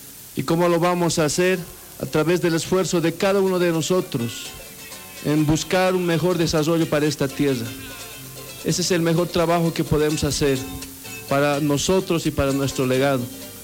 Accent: Bolivia; más orgullosos como bolivianos

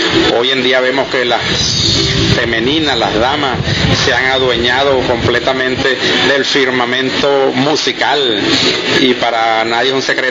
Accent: Venezuela; born there; moved away; a mi retorno al país, a mi pueblo

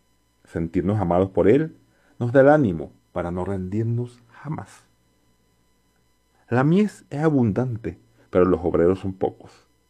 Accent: Venezuela

